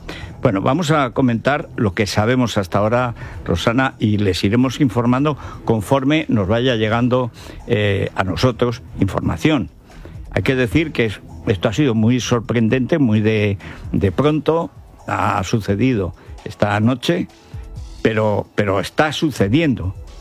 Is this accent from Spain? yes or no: yes; Spain; born there; moved away; en Molina de Aragón, toda esa parte que llega hasta Orea, que está pegada a mi pueblo